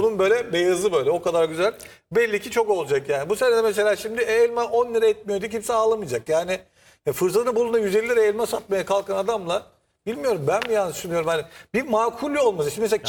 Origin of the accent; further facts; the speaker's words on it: Niğde, Turkey; bak ben Niğdeliyim.